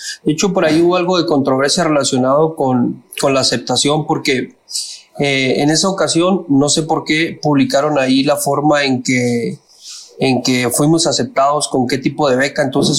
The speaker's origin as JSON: {"language": "Spanish", "town": "Cuauhtémoc", "region": "Chihuahua", "country": "Mexico", "tie": "born or raised there", "said": "ya estudiando yo aquí en Cuauhtémoc, que siendo originario de Chihuahua, mis papás me trajeron muy joven a esta ciudad de Cuauhtémoc, y bueno, yo estudié toda mi formación educativa es aquí en esta ciudad, excepto la universidad"}